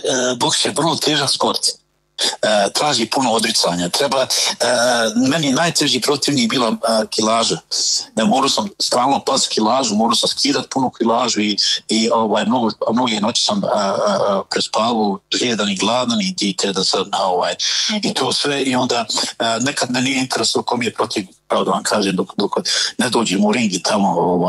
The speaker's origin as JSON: {"language": "Bosnian", "town": "Zenica", "region": "Federation of Bosnia and Herzegovina", "country": "Bosnia & Herzegovina", "tie": "born or raised there", "said": "dok sam bio ja ovako mlađi, bio sam nestrašan i znate, odrastao sam u Zenci, tako i po školama"}